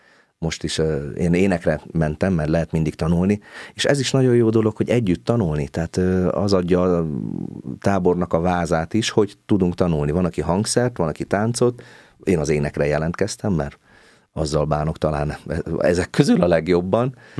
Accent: Somogy, Hungary; born there; now in Budapest, Hungary; én Somogyban születtem, úgyhogy nekem az a szívem csücske itt a déli part

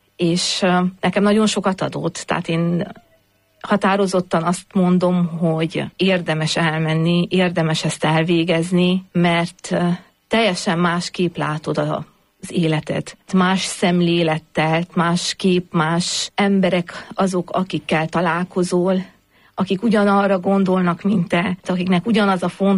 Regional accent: Transylvania, Romania; Mi érdekes, tehát Erdélyből származom, és nekünk teljesen más, mi ebben növünk bele, tehát ez a mi életünk

